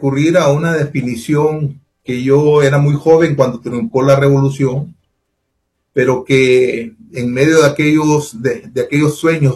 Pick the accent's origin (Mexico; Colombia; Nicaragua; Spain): Nicaragua; born there; moved away; los que hemos salido de Nicaragua seguimos siendo nicaragüenses, porque ahí nacimos